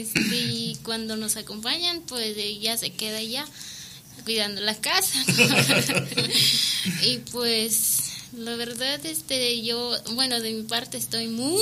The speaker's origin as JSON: {"language": "Spanish", "town": "Tonalampa", "region": "Durango", "country": "Mexico", "said": "Soy originaria de Tonalampa, Mezquital, Durango. Actualmente, pues, seguimos viviendo allá."}